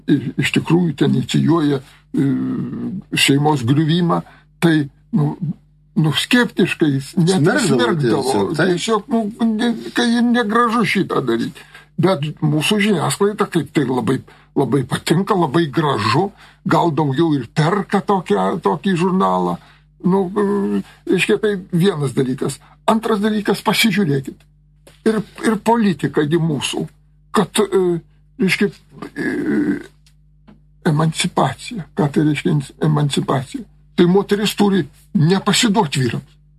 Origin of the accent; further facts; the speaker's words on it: Zarasai District, Utena County, Lithuania; moved away; Bet aš prisimenu ir savo kaimą, kur po 5-6 vaikus turėjo, buvo sodybose ir į mokyklą mes iš kaimo eidavom pulkas vaikų į Zarasų rajone, Degučiuose buvo mano mokykla ir iš mūsų kaimo 4 kilometrus mes būrių vaikai eidavom.